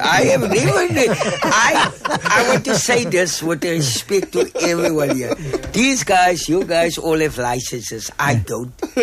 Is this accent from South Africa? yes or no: yes; Atlantis, Western Cape, South Africa; I grew up in Atlantis.